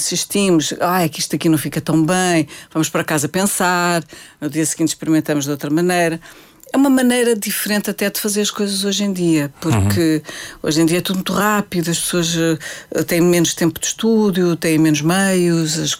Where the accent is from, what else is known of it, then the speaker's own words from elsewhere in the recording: Portugal; o próprio facto de eu ser portuguesa a cantar